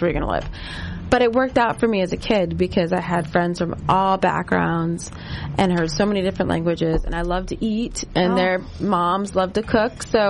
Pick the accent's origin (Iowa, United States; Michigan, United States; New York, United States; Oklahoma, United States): Michigan, United States; accent: British; We went up to a very small town area in Michigan in the Upper Peninsula, which is like by Canada, the part that we were in, the second part. Grew up.